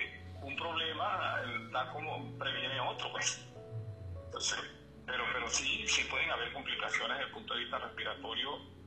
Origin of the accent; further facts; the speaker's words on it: Venezuela; de parte de un venezolano que siente a su gente